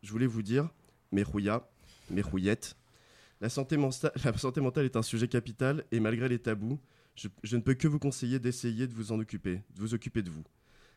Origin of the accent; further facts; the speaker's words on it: France; J'ai grandi en France d'un père français.